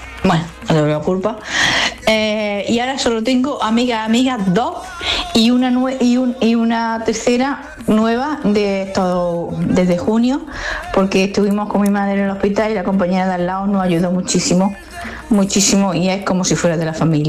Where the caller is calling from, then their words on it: Jaén, Andalusia, Spain; Buenos días de Jaén.